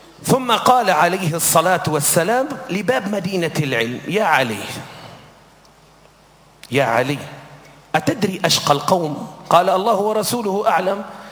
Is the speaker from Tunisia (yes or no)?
yes; Tunisia; يسوقنا نحن اليوم من تونس